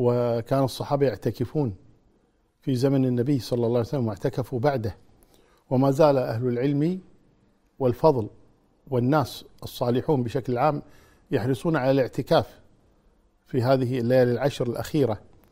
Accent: Kuwait

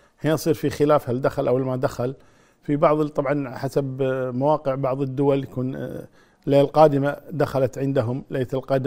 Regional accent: Kuwait

